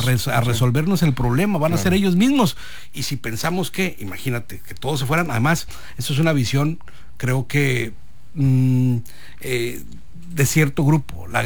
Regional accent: Sinaloa, Mexico; decidí regresar a mi tierra

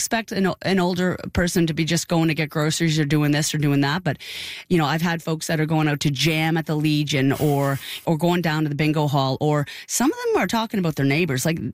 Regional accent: Dartmouth, Nova Scotia, Canada; moved away as an adult; now in Toronto, Canada; You know, I've been in Toronto now living in Toronto for 12 years, and I'm from Dartmouth, Nova Scotia.

